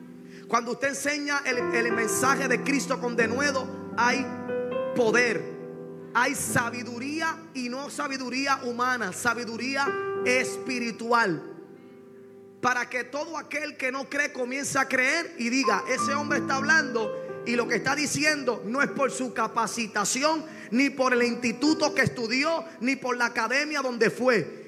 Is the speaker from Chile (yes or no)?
no; Puerto Rico; Hablando acá como puertorriqueño